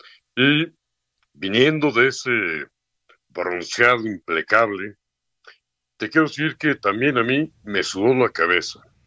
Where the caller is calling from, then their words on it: Mexico; ambos somos mexicanos. Ambos somos mexicanos.